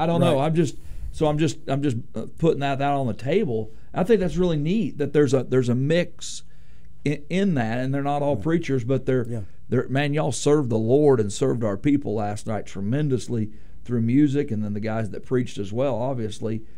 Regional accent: Arkansas, United States; moved away; So if I go back home to Arkansas, where I'm from

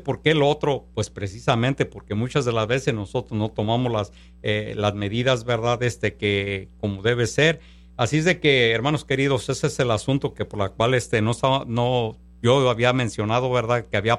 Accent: Panindícuaro, Michoacán, Mexico; Hermanos, yo soy de Michoacán, de Panindícuaro, Michoacán

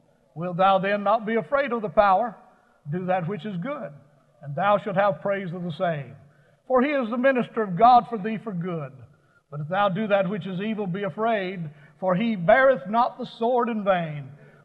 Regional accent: South Carolina, United States; Well, hey, I was born in the South. I grew up in the South. I'm still a sand lapper from South Carolina. I'm a southerner from the top of my head to the bottom of my feet.

